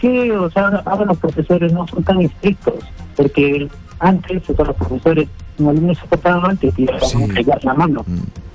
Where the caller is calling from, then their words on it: Naples, Campania, Italy; llamo de Nápoles, Italia.